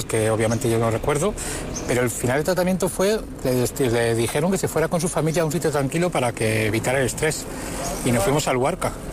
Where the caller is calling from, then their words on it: Madrid, Community of Madrid, Spain; Hola, buenas. … de Madrid.